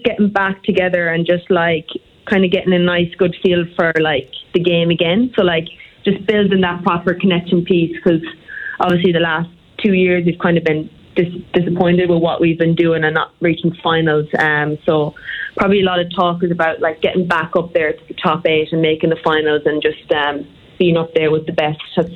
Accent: Ireland; We're all Irish, so.

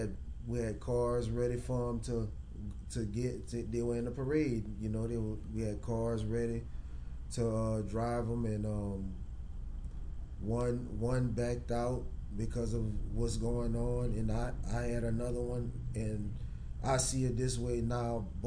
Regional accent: New Iberia, Louisiana, United States; I'm originally from New Iberia, but a lot of people know me all over this region. I have a very, very big family on both sides.

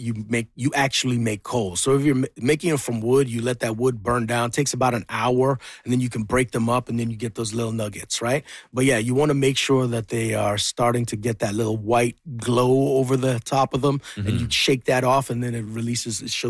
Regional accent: Edmonton, Alberta, Canada; Man, I love that you said this, you know, because I grew up in Edmonton.

